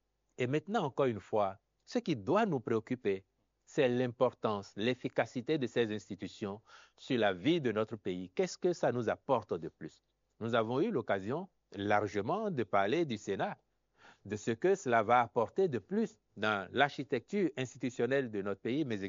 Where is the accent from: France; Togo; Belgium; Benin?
Benin; en tant que Béninois